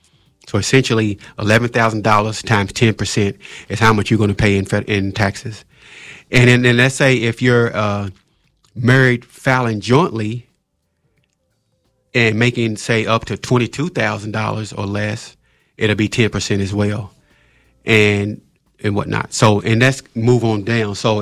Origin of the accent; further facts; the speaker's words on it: Lexington, Kentucky, United States; from my hometown of Lexington, Kentucky.